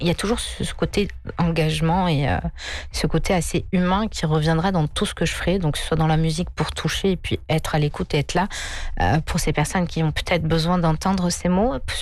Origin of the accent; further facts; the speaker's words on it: Morocco; parce que je suis marocaine